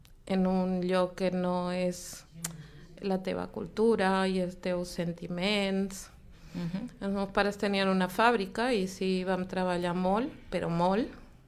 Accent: Lima, Peru; moved away as an adult; now in Catalonia, Spain; jo vaig néixer al Perú, a Lima, però els meus pares són catalans que van emigrar a l'any 64.

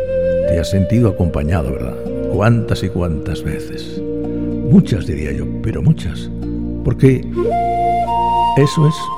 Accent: Murcia, Region of Murcia, Spain; born there; Yo nací en Murcia, bautizado en la iglesia de San Lorenzo de Murcia.

